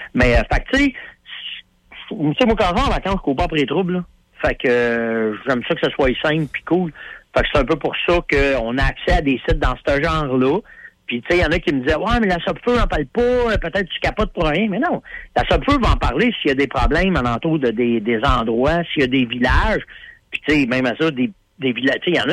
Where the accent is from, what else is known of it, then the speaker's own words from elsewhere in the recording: Canada; Puis il disait where you from, tu sais, ben je viens du Canada, tu sais.